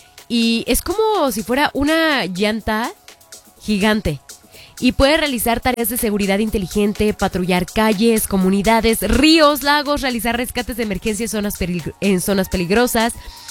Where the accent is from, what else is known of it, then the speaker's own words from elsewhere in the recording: Mexico; así somos los mexicanos en general